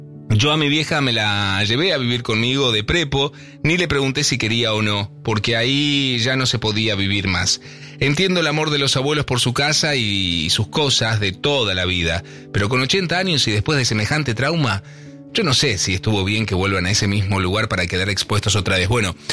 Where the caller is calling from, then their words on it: Quilmes, Buenos Aires Province, Argentina; de Quilmes.